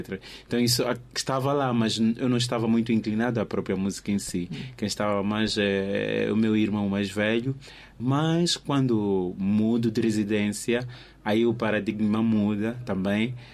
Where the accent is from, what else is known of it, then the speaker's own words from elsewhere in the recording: Mozambique; No meio em que nós estamos, como africanos, como moçambicanos, a música está sempre lá.